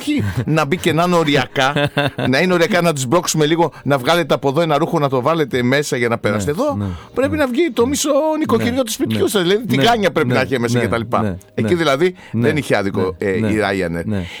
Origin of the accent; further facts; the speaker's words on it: Greece; κατάλαβαν ότι είμαστε Έλληνες